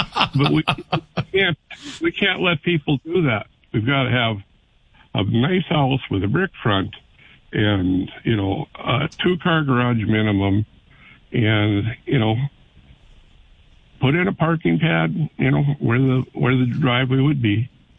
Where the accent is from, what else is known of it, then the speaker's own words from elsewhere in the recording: Grand Forks, North Dakota, United States; I grew up in Riverside Park.